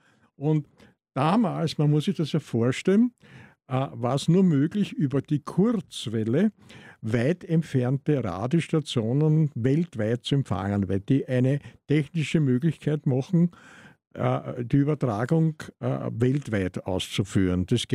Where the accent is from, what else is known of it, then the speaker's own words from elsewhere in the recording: Vienna, Austria; Ich komme ja aus Wien. Wien war ja eigentlich immer ziemlich abgeschottet von ausländischen UKW-Stationen.